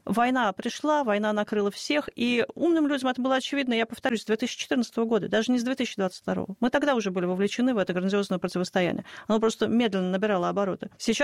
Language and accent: Russian; Moscow, Russia; Я вот коренная москвичка, для меня Никитская.